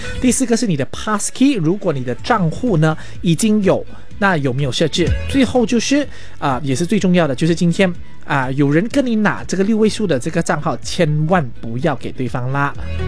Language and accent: Chinese; Malaysia; 那这个呢，我觉得特别适合我们马来西亚人。